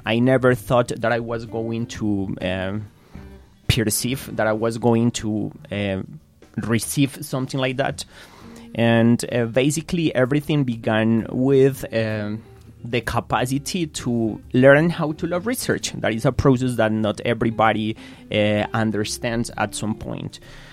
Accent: Medellín, Antioquia, Colombia

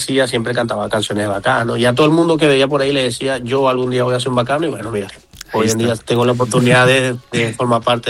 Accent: Barquisimeto, Lara, Venezuela; el club de fans de Barquisimeto, que es de la ciudad donde yo soy, de Venezuela, y yo era parte de ese club de fans.

